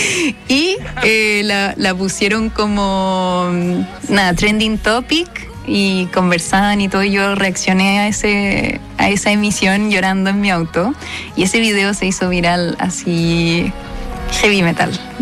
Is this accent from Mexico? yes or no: no; Los Andes, Valparaíso, Chile; Soy de los Andes.